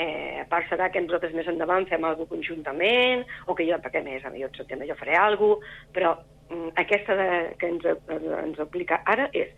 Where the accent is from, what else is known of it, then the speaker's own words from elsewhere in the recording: Sabadell, Catalonia, Spain; now in Castellar del Vallès, Spain; No, jo sóc de Sabadell, però nosaltres vivim a Castellà